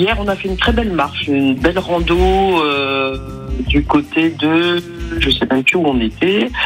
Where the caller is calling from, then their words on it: Saint-Brieuc, Brittany, France; Saint-Brieuc.